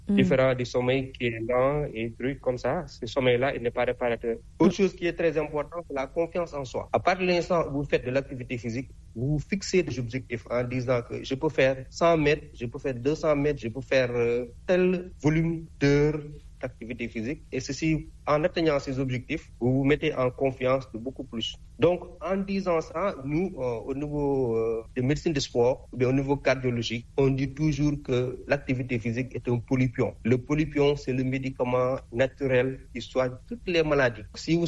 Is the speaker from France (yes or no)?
no; Senegal; chez nous au Sénégal